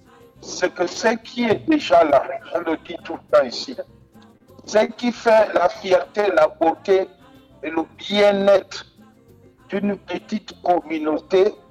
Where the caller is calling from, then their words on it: Gabon; nous, les citoyens, que nous sommes gabonais.